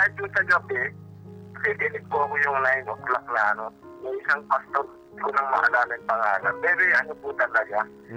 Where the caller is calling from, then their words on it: Antipolo, Calabarzon, Philippines; Antipolo City po.